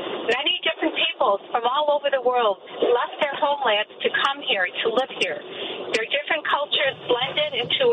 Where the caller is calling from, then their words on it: Chicago, Illinois, United States; from Chicago.